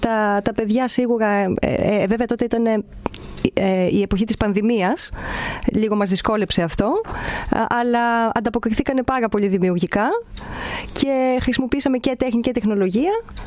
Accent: Volos, Thessaly, Greece; moved away; Γεννήθηκα εδώ στο Βόλο και βασικά χαίρομαι που είμαι στη γενέτειρά μου αυτή τη στιγμή

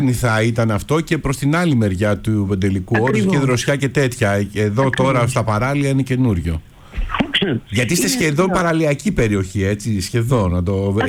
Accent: Peloponnese, Greece; αυτή η συζήτηση στο χωριό μου που είναι στην ορεινή Γορτινία.

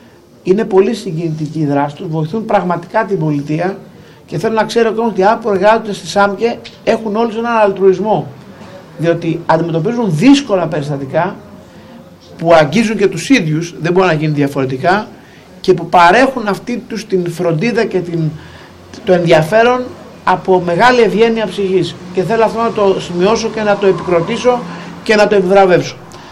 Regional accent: Kastoria, Western Macedonia, Greece; δεν θέλω κάποιον να νομίζει ότι εγώ αδικώ την Καστοριά. Την Καστοριά. Με πολύ την πατρίδα μου.

